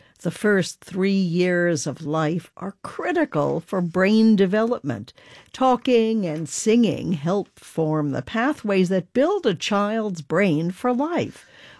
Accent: Manhattan, New York, United States; After all, I grew up in Manhattan, and the A-Train is the one that went into my neighborhood.

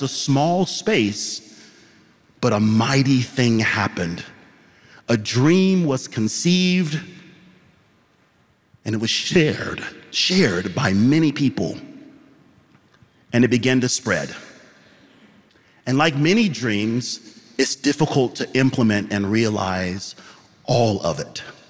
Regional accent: Georgia, United States; growing up in Georgia, my first profession was as a middle school educator.

